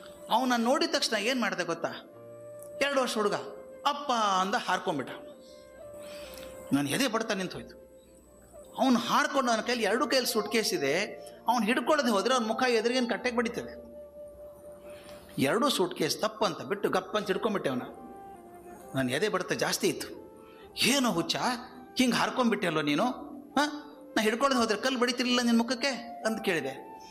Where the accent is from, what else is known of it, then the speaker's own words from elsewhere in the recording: Bilagi, Karnataka, India; moved away; ನಮ್ಮ ಬಿಳಿಗಿ ಅಂತ ಊರು ವಿಜಾಪುರ ಜಿಲ್ಲೆಯಲ್ಲಿ, ದೊಡ್ಡ ವಾಡೆ ನಮ್ಮ ಮನೆ.